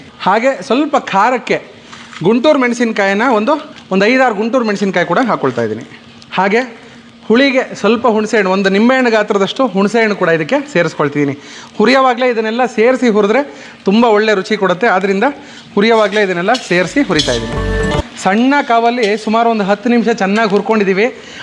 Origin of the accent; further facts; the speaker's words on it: Karnataka, India; now in Bengaluru, India; ನಮ್ಮ ಹಳ್ಳಿ ಮೈಸೂರು ಭಾಗದಲ್ಲಿ